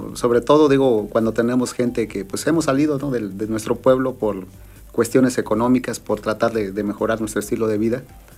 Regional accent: San Juan Bautista Tepejillo, Oaxaca, Mexico; En mi pueblo, en Tepejillo

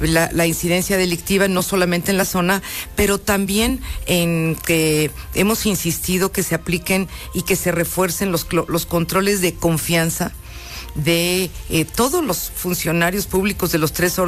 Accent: Teziutlán, Puebla, Mexico; Y mira que yo soy de Teciutlán, soy teciuteca

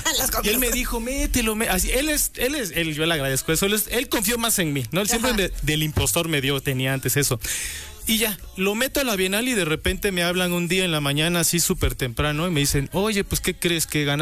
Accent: Tapachula, Chiapas, Mexico; now in Puebla, Mexico; Soy del antiguo Soconusco, soy de Tapachula, frontera con Guatemala, con los chapines.

